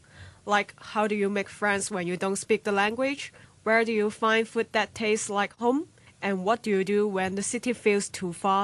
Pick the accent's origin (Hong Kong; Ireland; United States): Hong Kong; also born and raised in Hong Kong.